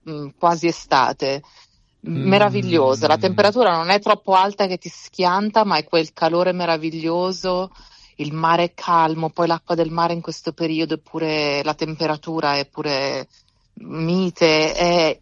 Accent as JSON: {"language": "Italian", "town": "Torricella Peligna", "region": "Abruzzo", "country": "Italy", "moved": "yes", "said": "io sono paesana abruzzese"}